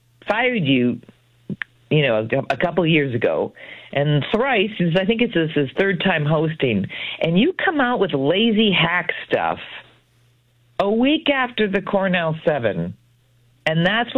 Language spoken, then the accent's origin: English; Guelph, Ontario, Canada; also born or lived in Sault Ste. Marie; I mean, I grew up in Sault Ste. Marie and Guelph, who I think have the two highest Italian populations after Rome and Woodbridge.